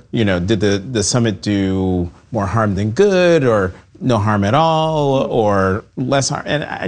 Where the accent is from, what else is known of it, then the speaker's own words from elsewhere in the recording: United States; as an American